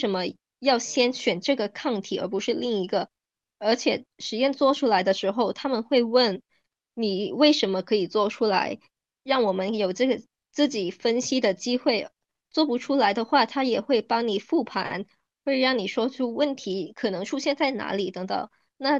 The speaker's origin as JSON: {"language": "Chinese", "country": "Hong Kong", "lives_now": "China", "said": "会照顾到我们是从香港来的，可能听不懂他们说的普通话的术语"}